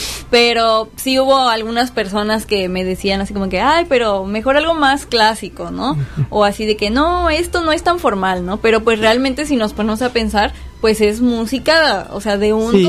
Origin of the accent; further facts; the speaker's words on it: Xalapa, Veracruz, Mexico; moved away as an adult; now in Culiacán, Mexico; Yo soy de Jalapa